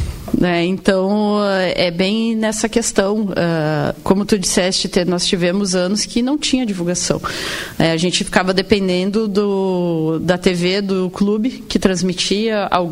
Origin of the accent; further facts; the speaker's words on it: Caxias do Sul, Rio Grande do Sul, Brazil; eu sou de Caxias